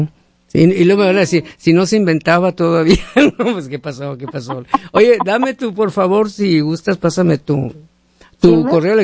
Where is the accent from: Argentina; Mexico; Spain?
Mexico; northern Mexico; accent: northern; now in United States; Y yo del norte.